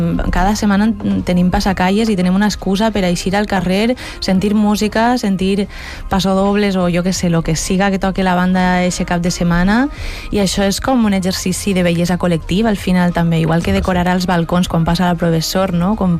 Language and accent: Catalan; Pedreguer, Valencian Community, Spain; moved away as an adult; also born or lived in Barcelona; Jo soc de Pedreguera